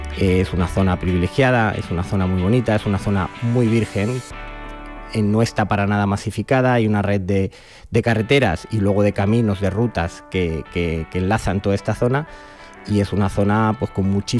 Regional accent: Madrid, Community of Madrid, Spain; born there; yo nací en Madrid y los dos primeros años de mi vida pues viví en Madrid con mi familia

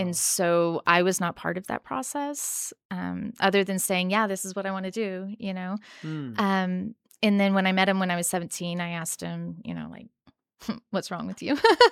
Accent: Texas, United States; moved away as an adult; also born or lived in Kansas; I was born in Kansas. Before my first birthday, my parents moved to Texas.

